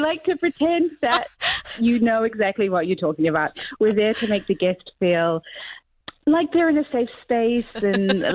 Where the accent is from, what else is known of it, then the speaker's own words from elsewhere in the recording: Auckland, New Zealand; moved away as an adult; now in London, United Kingdom; So, yeah, I'm from the North Shore. I moved over to London when I was 24, but I always worked in hospitality.